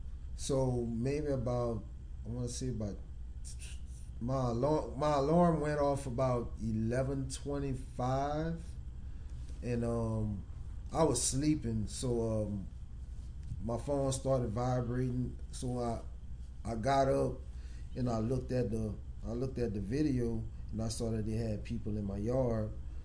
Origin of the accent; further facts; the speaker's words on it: New Iberia, Louisiana, United States; I'm originally from New Iberia, but a lot of people know me all over this region. I have a very, very big family on both sides.